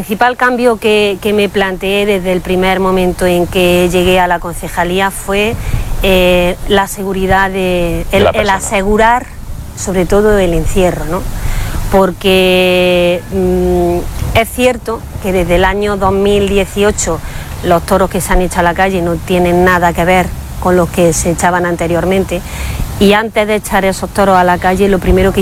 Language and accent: Spanish; Villacarrillo, Andalusia, Spain